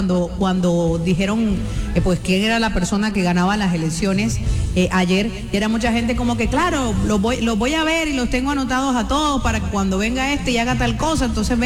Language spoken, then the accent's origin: Spanish; Colombia; los colombianos tenemos ese compromiso de echar para adelante el país.